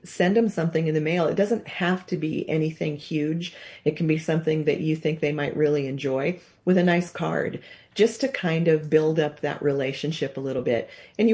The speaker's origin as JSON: {"language": "English", "region": "Nebraska", "country": "United States", "tie": "born or raised there", "moved": "yes", "lives_now": "Colorado, United States", "said": "I grew up in Nebraska in a small town around all of my cousins and aunts and uncles."}